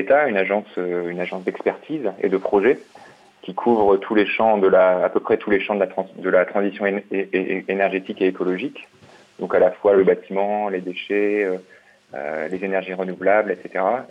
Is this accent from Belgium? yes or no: no; Lille, Hauts-de-France, France; moved away as an adult; je suis lillois, j'ai grandi à Lille. Et donc je suis de retour à Lille depuis maintenant presque 4 ans.